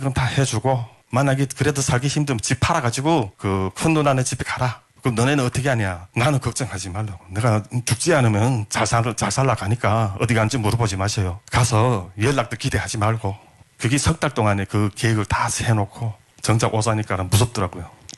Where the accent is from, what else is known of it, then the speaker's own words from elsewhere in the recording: North Korea; now in South Korea; 그런 생지옥을 저는 직접 목격하면서 야 이거 북한에서 태어난 거 왜 이렇게 후회되고 내가 이 자리에서 태어나서 앞으로 살아가는 과정이가 너무나도 아름다운 거예요.